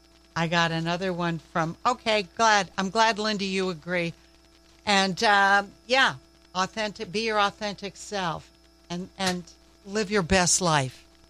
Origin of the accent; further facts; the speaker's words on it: the Maritimes, Canada; Even though I'm from the Maritimes and everything is just about all good, you don't say I'm good, you say I'm well.